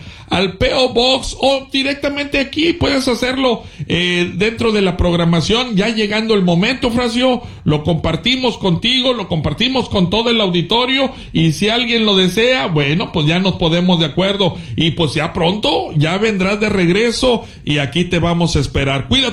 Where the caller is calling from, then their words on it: Linares, Nuevo León, Mexico; Buenos días, un afectuoso saludo desde mi pueblito mágico Linares, Nuevo León.